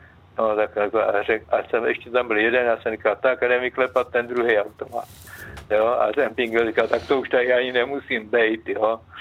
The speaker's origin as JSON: {"language": "Czech", "town": "Kostelec nad Orlicí", "region": "Hradec Králové Region", "country": "Czechia", "said": "to já jsem z Kostelce, to je na Zorlici"}